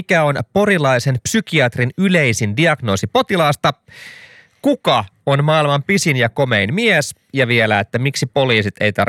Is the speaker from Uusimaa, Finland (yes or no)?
yes; Kirkkonummi, Uusimaa, Finland; mä käytän tässä mun vastauksessa sanaa, joka meillä Kirkkonummella oli tosi paljon käytössä.